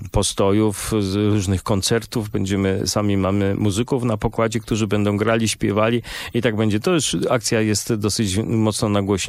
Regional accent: Kraków, Lesser Poland, Poland; moved away as an adult; now in Vilnius, Lithuania; Ja pochodzę z Krakowa, urodziłem się i wychowałem się w Krakowie, chociaż od 20 lat mieszkam w Wilnie

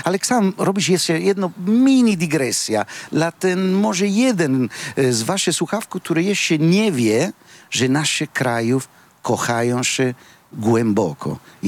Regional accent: Sicily, Italy; Polish is a second language; moved away; ja pochodzę z blisko Katania

